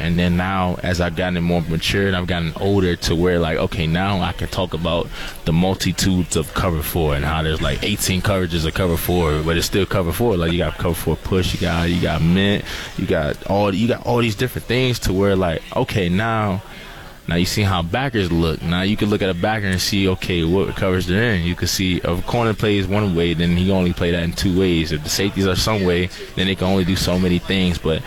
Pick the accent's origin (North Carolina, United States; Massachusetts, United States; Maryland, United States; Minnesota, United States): Maryland, United States; Upper Marlboro; Okay, you have to go to my hometown of Upper Marlboro, Maryland.